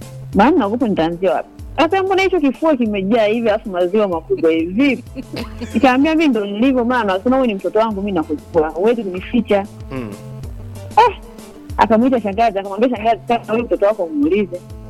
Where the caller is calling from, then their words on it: Dar es Salaam, Tanzania; niko Ilala.